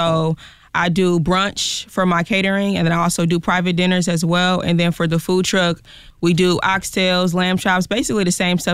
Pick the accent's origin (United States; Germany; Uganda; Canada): United States; Milwaukee, Wisconsin; I'm from Milwaukee, Wisconsin.